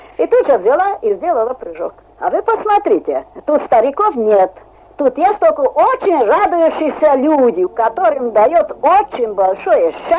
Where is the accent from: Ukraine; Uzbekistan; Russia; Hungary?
Hungary; Russian is a second language; now in Soviet Union; я плохо говорю по-русски, потому что я из Венгрии. Я приехала в Советский Союз в 36-м году.